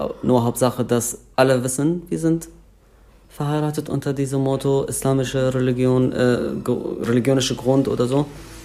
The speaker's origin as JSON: {"language": "German", "country": "Syria", "second_language": "German", "moved": "yes", "said": "Ich glaube, das ist schwierig für jeden Mensch, der sagt, ja, ich möchte nicht zu meinem Heimatland zurück. Das kann nicht sein. Und trotz aller dieser Katastrophe, die in Syrien passiert, ich kann nicht Syrien lassen für immer."}